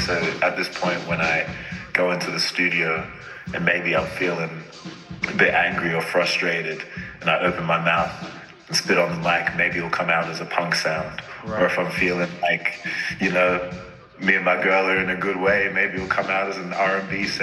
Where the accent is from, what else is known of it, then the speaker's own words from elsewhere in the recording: Australia; also born or lived in Ghana; I was born in Ghana, but I came to Australia when I was like 2.